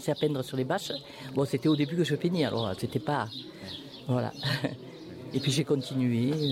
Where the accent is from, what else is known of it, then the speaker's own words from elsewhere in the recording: Vauvert, Occitanie, France; born there; Oui, je suis de Vauvert. Je suis né à Vauvert.